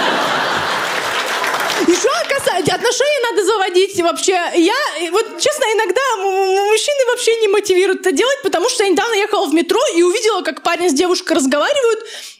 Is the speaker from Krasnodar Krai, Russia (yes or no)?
no; Dagestan, Russia; moved away as an adult; я из Дагестана родом.